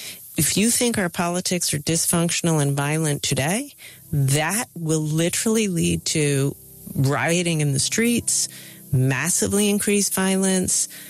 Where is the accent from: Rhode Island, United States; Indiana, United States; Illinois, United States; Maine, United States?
Rhode Island, United States